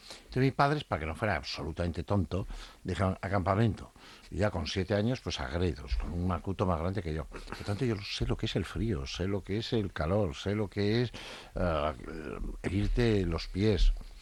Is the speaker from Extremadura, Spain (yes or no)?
no; Madrid, Community of Madrid, Spain; also born or lived in Estella; por unos padres que me llevaron a nacer a Estella, pero yo he vivido toda la vida en Madrid, en Chamberí.